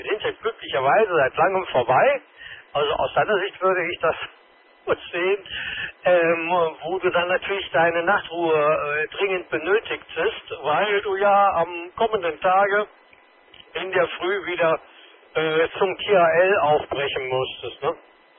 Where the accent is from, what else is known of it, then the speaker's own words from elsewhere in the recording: Düsseldorf, North Rhine-Westphalia, Germany; ich bin ja Düsseldorfer